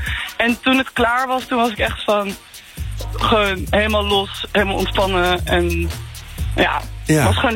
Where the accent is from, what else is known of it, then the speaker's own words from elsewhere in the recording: Rotterdam, South Holland, Netherlands; En wij komen uit Rotterdam.